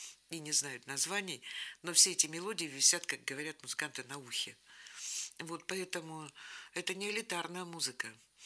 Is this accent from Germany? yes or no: no; Vologda, Vologda Oblast, Russia; also born or lived in Saint Petersburg; Я коренная вологжанка, поучилась в Питере, вернулась обратно.